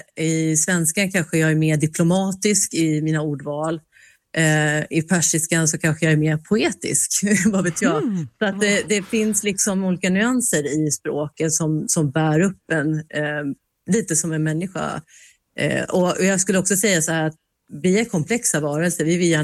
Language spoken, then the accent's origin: Swedish; Sweden; born or raised there